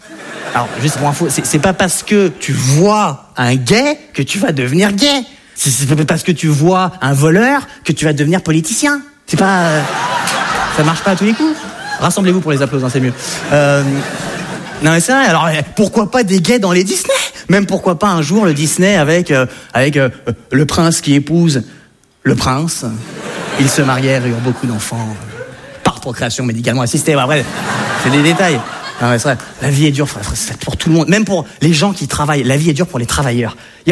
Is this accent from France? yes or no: yes; France